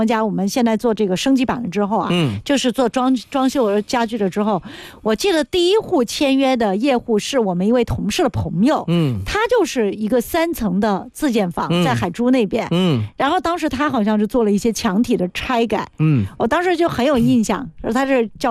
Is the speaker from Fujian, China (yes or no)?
no; Guangzhou, Guangdong, China; 我们广州人